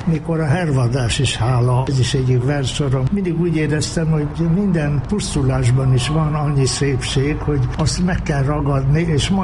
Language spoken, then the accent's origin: Hungarian; Győr, Győr-Moson-Sopron, Hungary; also born or lived in Budapest; Budapesten születtem, de hogy mondani szoktam, hogy eszmélésem város a Győr, mert hát fél éves korom oda kerültem. Tehát minden emlékem, élményem Győrhöz, azon belül Réfaluhoz, ez a Duna kicsit falusias partján volt akkor. Még néhány évvel ezelőtt megvolt a kert, ahol én fölnőttem és ahol éltünk.